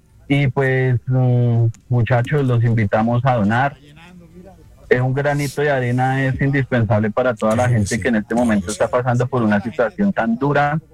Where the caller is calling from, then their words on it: Bogotá, Colombia; Yo soy del sector de Bosa.